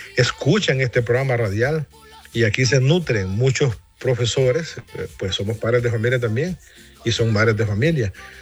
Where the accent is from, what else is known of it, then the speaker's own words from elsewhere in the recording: Honduras; que tenemos que buscar como hondureños día con día.